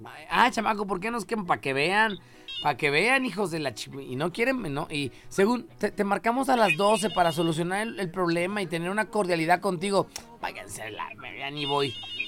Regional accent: Mexico; Digo, en México somos unos gandallas, esa es una realidad.

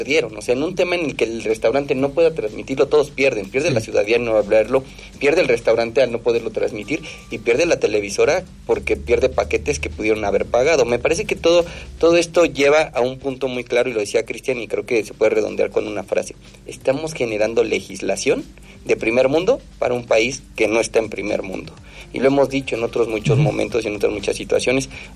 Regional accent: Mexico; Como buenos mexicanos, al cuarto para la hora lo queremos resolver

